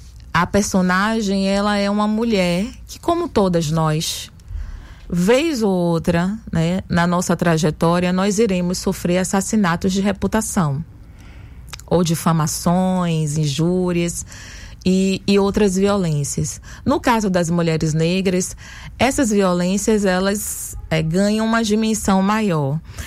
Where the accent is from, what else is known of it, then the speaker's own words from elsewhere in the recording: Salvador, Bahia, Brazil; Eu nasci no Engenho de Brotas.